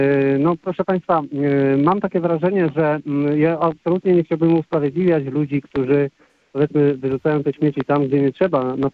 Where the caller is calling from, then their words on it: Sieradz, Łódź Voivodeship, Poland; ja nie jestem z Łodzi, jestem akurat z Sieradza